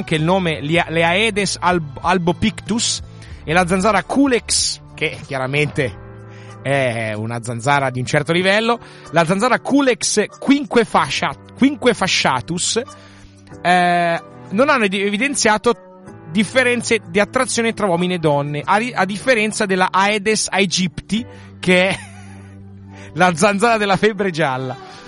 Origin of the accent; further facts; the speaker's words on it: Milan, Lombardy, Italy; now in Australia; Non come a Milano, non come da dove vengo io.